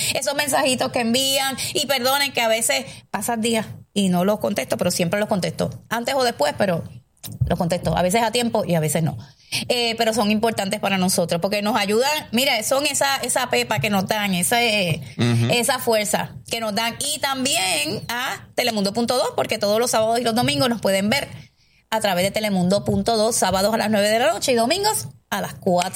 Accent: Puerto Rico; Porque, bueno, somos puertorriqueños, así que ranchote.

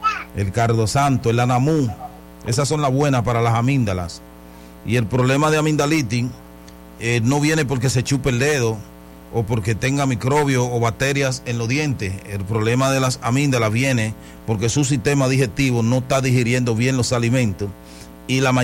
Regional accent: Dominican Republic; Yo veo árboles de nin en mi país, especialmente aquí en la Romana.

